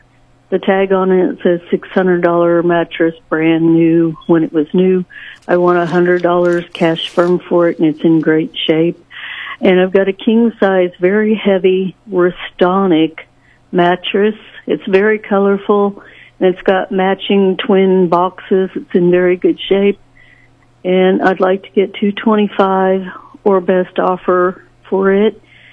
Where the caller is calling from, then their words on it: Sedalia, Missouri, United States; Hi, I'm calling from Sedalia.